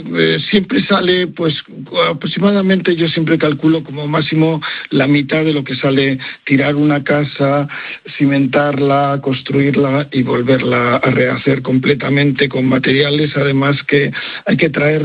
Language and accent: Spanish; Castile, Spain; Yo soy castellano y siempre he trabajado entre Palencia y Soria, en tierra de campos, y ahora mismo en Soria, en la zona del Burgo de Osma, lindando con Ayllón.